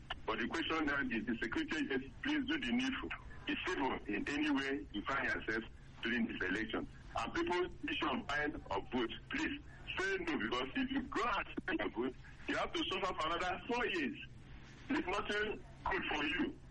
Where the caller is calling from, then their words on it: Arochukwu, Nigeria; from Arochukwu in Niger State.